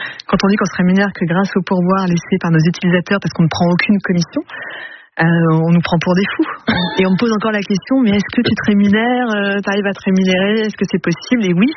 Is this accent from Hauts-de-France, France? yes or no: yes; Hauts-de-France, France; moved away as an adult; also born or lived in Paris; je suis originaire du Nord, mais j'étais faire ma dernière année et mes premiers postes à Paris. Je suis revenue